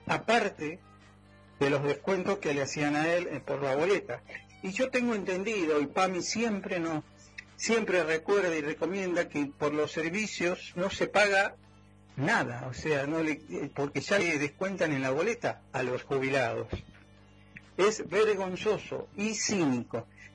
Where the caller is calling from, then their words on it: General Alvear, Mendoza, Argentina; Nosotros somos de acá, de General Alvear.